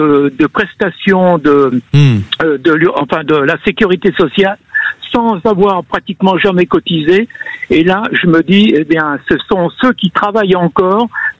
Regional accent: Auvergne-Rhône-Alpes, France; il n'y avait pas longtemps que j'avais changé de région puisque je viens de la Savoie

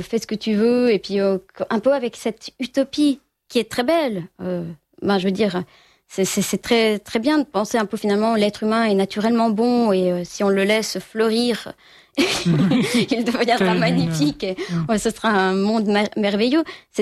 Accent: Switzerland; je suis de Suisse

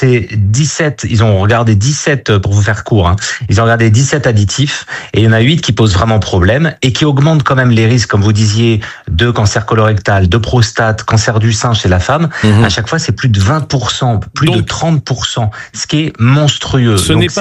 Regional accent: Brittany, France; born there; Je tiens à dire quand même que moi je suis né en Bretagne et mon grand-père était charcutier.

